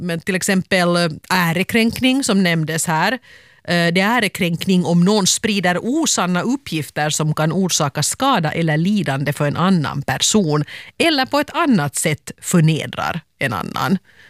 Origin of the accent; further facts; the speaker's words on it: Finland; Nej, man blir tyvärr inte jätterik som finlandssvensk författare.